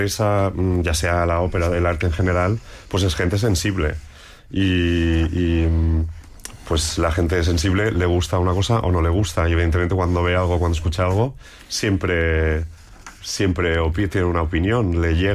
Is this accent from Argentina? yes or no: no; Balearic Islands, Spain; moved away as an adult; now in Madrid, Spain; yo me fui de Mallorca, pues hará unos 25 años, sí, más o menos, sí, o alguno más. Y, o sea, ya llevo más tiempo fuera que en casa.